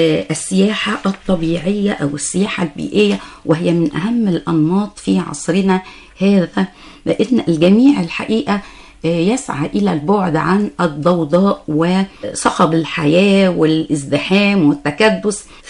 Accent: Egypt; عندنا في مصر

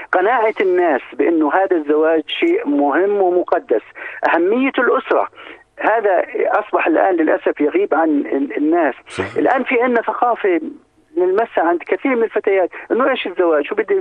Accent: Jordan; بنلوم دائما الدولة سواء عندنا في الأردن او غيرنا

